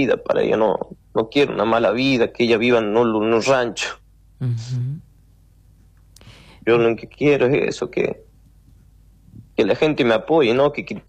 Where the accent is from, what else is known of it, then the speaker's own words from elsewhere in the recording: Buenos Aires, Argentina; moved away; yo hace 13 años que me vine de Buenos Aires con mi familia, mi viejo, mis hermanos.